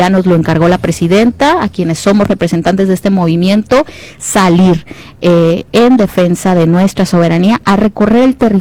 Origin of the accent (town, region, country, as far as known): Sinaloa, Mexico